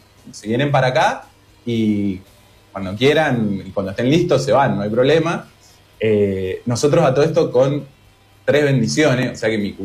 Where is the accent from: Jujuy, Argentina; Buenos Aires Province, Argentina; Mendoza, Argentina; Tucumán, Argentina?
Mendoza, Argentina; moved away as an adult; now in Vilafranca, Spain; Yo soy de Mendoza y esta es una zona vitivinícola también.